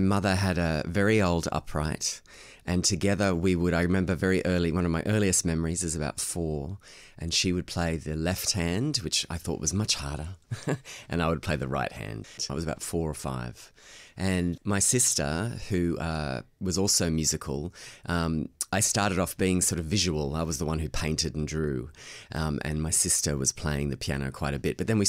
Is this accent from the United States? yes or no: no; Central Coast, New South Wales, Australia; also born or lived in Montreal, Canada; I grew up on the Central Coast, which is just between Sydney and Newcastle. And it's a kind of coastal series of villages, or that's what it felt like at the time. Of course, it's built up now. And my mother emigrated from Germany at a very young age.